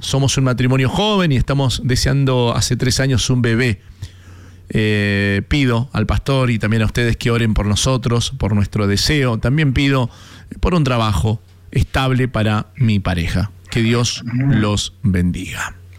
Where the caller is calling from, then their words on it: Comodoro Rivadavia, Chubut, Argentina; Buenas tardes … de Chubut, Comodoro Rivadavia.